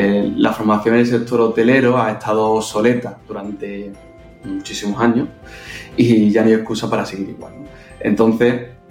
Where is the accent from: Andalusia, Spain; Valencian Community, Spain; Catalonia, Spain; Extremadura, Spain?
Andalusia, Spain; Huelva; Soy de Huelva y me encanta mi tierra, desconocida por muchos y eso hace que conserve ese encanto especial que espero que no pierda.